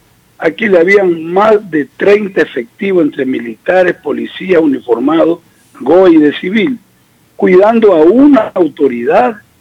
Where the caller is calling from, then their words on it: Esmeraldas, Ecuador; aquí en la Tolita